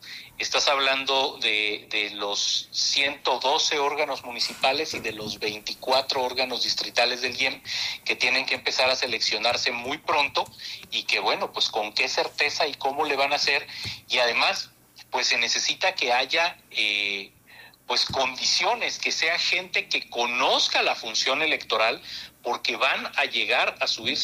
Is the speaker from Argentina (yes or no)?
no; Mexico; al igual que todos los mexicanos estoy muy ilusionado